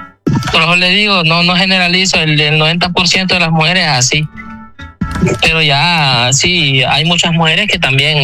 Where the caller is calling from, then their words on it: Tegucigalpa, Francisco Morazán, Honduras; Yo los escucho de aquí, de Tegucigalpa, Honduras.